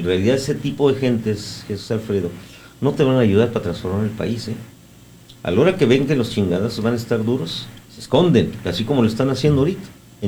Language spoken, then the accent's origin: Spanish; Mexico; Nosotros somos mexicanos